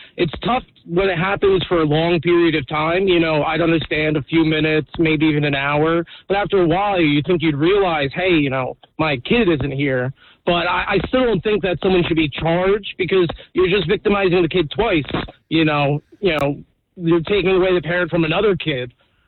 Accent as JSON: {"language": "English", "town": "North Brunswick", "region": "New Jersey", "country": "United States", "tie": "born or raised there", "lives_now": "South River, United States", "said": "I grew up in North Brunswick."}